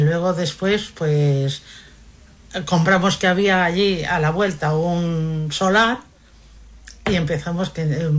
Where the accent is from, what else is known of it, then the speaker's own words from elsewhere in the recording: Peñafiel, Castile and León, Spain; Nací en Peñafiel.